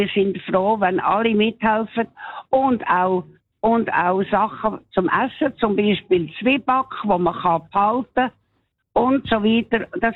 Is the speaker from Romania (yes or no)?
no; Zurich, Switzerland; Nein, ich bin in Zürich Oberstrasse aufgewachsen.